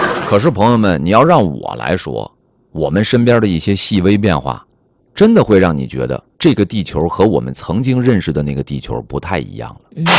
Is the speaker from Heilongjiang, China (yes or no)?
no; Dandong, Liaoning, China; moved away; 我的老家现在越来越热。真的，我小的时候在丹东啊，